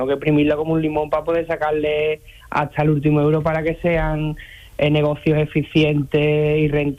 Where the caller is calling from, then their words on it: Seville, Andalusia, Spain; No, yo vivo en Sevilla.